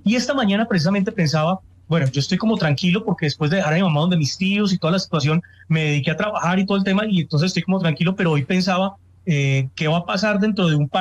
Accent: Pereira, Risaralda, Colombia; Y bueno, yo soy de Pereira y les cuento que me perdí llegando al sitio para donde iba, que era la casa de mis tíos.

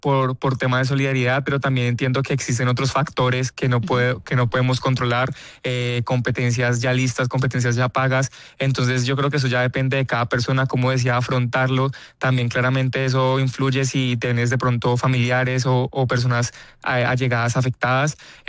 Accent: Cali, Valle del Cauca, Colombia

